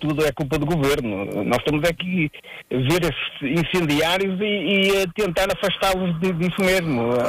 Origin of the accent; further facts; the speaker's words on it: Caldelas, Portugal; moved away; Eu não estou em Caldelas, é um facto, mas sou mesmo natural de Caldelas.